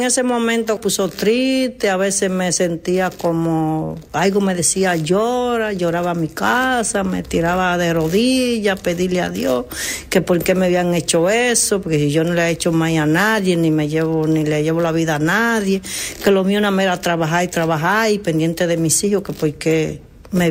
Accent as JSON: {"language": "Spanish", "region": "Santo Domingo", "country": "Dominican Republic", "tie": "born there", "moved": "yes", "said": "De Santo Domingo, de República Dominicana."}